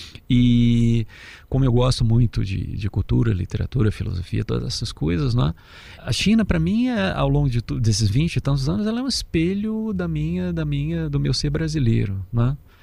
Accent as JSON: {"language": "Portuguese", "country": "Brazil", "tie": "born or raised there", "said": "Eu cresci no Brasil"}